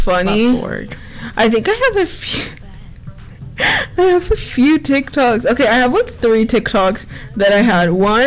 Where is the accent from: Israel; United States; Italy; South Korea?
Israel; I agree and I'm from Israel.